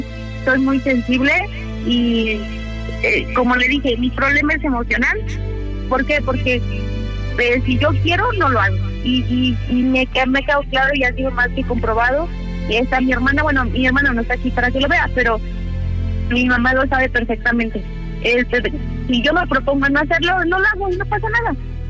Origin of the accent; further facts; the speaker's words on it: Guerrero, Mexico; now in Denver, United States; Porque nosotros somos de Guerrero y allá en Guerrero las que se llaman … se les dice ….